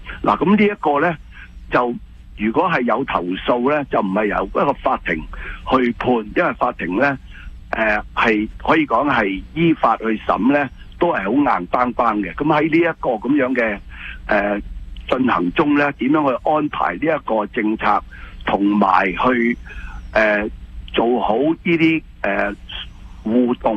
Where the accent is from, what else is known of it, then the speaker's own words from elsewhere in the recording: Canada; 我哋加拿大人咧